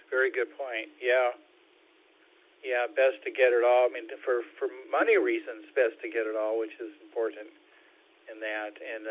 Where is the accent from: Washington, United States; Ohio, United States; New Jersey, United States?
Washington, United States; Seattle; I knew about it because I grew up in Seattle and part of, you know, the social studies, they talked about the areas around the state and that.